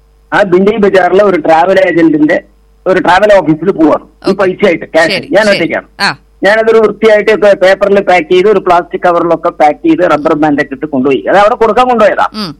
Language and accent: Malayalam; Alathur, Kerala, India; also born or lived in Mumbai; now in Kanjikode, India; എന്റെ ആലത്തൂര്, എന്റെ നാട് ആലത്തൂരാണ്, ആലത്തൂര് എന്റെ വീട്ടിന്ന് ഒരു 500 മീറ്റർ അപ്പുറത്താണ് പഞ്ചായത്ത് ഓഫീസ്.